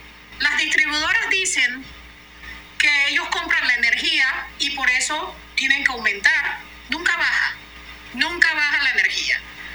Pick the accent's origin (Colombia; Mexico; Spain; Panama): Panama; now in Colón, Panama; nosotros como panameños